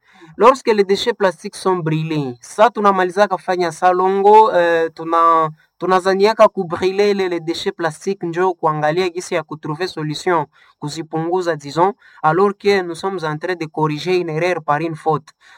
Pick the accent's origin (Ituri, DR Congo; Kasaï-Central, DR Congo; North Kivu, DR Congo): North Kivu, DR Congo; Butembo; ici chez nous à Butembo.